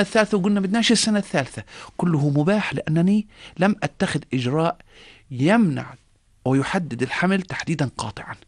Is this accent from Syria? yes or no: no; Jordan; عندنا في الأردن